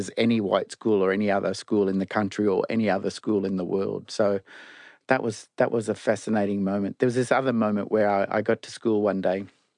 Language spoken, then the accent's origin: English; Bundaberg, Queensland, Australia; I knew that I'm from Bundaberg, I was working in Cherbourg, and as a black fella, I was going to head all over the country.